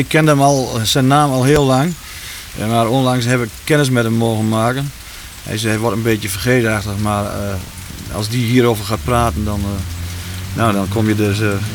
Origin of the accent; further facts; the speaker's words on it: Drenthe, Netherlands; En ondergetekende als echte Drent natuurlijk ook niet